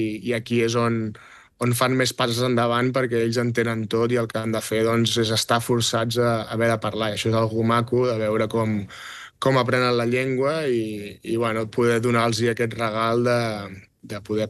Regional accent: Badalona, Catalonia, Spain; moved away as an adult; now in New York, United States; els meus fills han nascut aquí, soc de Badalona i català

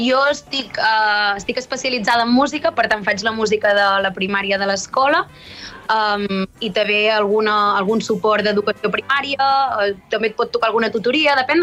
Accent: Girona, Catalonia, Spain; Som de Girona i a vegades el tema aquest de centralitzar-ho tot a Barcelona sí que s'ha anat fent territorialment

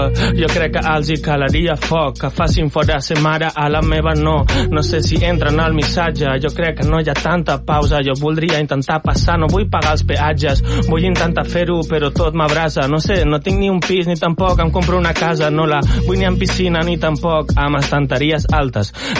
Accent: Mataró, Catalonia, Spain; now in Barcelona, Spain; Estic a BCN, però sóc de Mataró.

